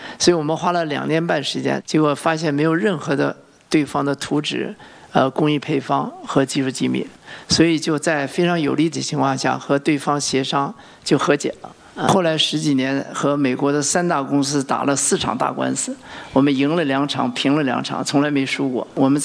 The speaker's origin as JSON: {"language": "Chinese", "country": "China", "tie": "born there", "also_born_or_lived": "Silicon Valley, United States", "moved": "as an adult", "said": "我毕竟是在中国出生的，我的祖上呢是3代都是从国外回国报效的"}